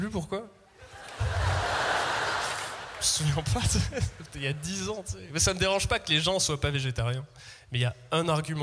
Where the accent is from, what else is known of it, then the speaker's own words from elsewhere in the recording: Seysses, Occitanie, France; now in Paris, France; Moi, je viens d'un petit village du sud-ouest qui s'appelle Seyss. Et ça fait 7 ans que j'habite à Paris.